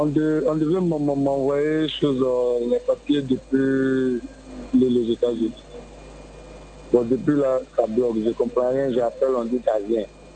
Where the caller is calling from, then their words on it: Bobo-Dioulasso, Hauts-Bassins, Burkina Faso; Je suis à Bobo